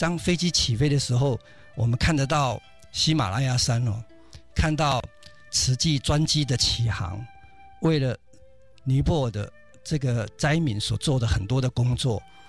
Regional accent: Hualien, Hualien County, Taiwan; 因为我是花莲人

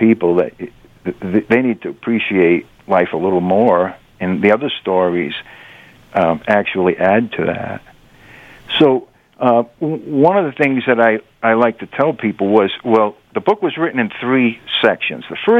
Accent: Fall River, Massachusetts, United States; now in New Hampshire, United States; I was new to New Hampshire because I moved up here from Fall River, Massachusetts, and so anything that was national news in my local area was a big thing.

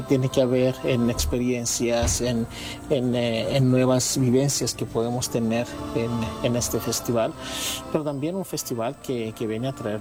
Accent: Mexico; Siento que se logra transmitirse un poquito lo que somos los mexicanos.

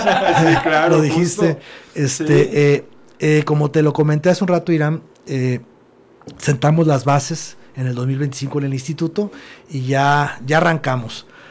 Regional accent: Ahualulco de Mercado, Jalisco, Mexico; Yo soy del municipio de Agualulco.

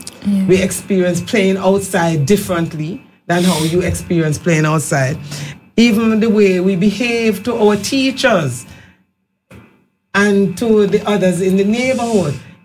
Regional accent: Montserrat; the generation that we grew up in Montserrat.

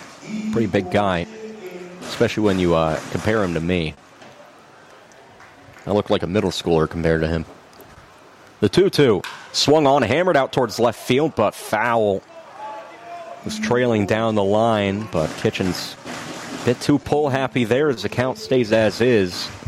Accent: Great Lakes, United States; As I am from the Great Lakes area.

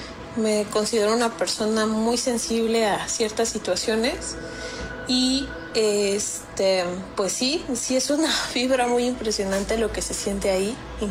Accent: Cuautitlán Izcalli, State of Mexico, Mexico; soy de Cuautitlán Izcalli.

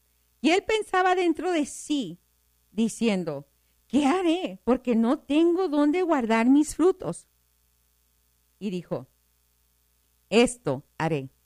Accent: El Paso, Texas, United States; ya estoy aquí de nuevo, extrañando la playa, pero aquí de nuevo en mi tierra, donde brilla el sol, en la tierra donde hay mucha arena. Sí, aquí hay arena, hay mucho desierto, pero ¿sabes qué? Amo El Paso, Texas.

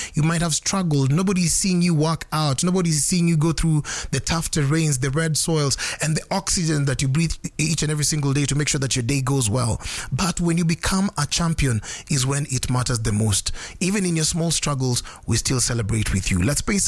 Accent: Kenya; being a Kenyan is a good thing

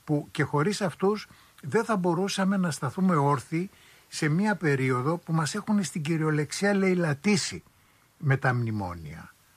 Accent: Istanbul, Turkey; now in Greece; οι ίδιοι είμαστε πρόσφυγες, εγώ είμαι από την Κωνσταντινούπολη

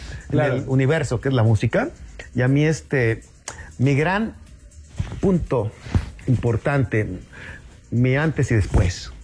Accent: Torreón, Coahuila, Mexico; moved away as an adult; now in Mexico City, Mexico; Cuando llegué de Torreón. Yo soy de Torreón, llegué sin conocer a nadie

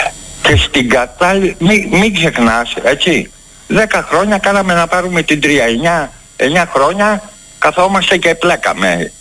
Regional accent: Greece; ως Έλληνες

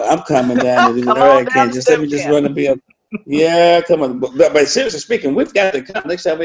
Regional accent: Portsmouth, Virginia, United States; I've been born and raised in Portsmouth, right in Sonia, Suffolk County

